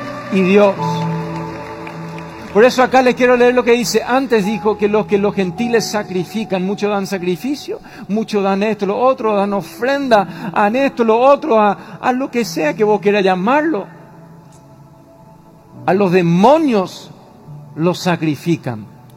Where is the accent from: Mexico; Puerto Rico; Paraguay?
Paraguay; Soy paraguayo, raza guaraní. Más paraguayo que la mandioca.